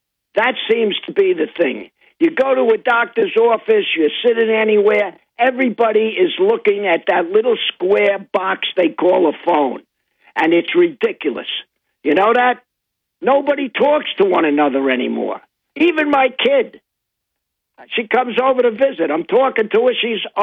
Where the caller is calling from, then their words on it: Susquehanna, Pennsylvania, United States; from Susquehanna.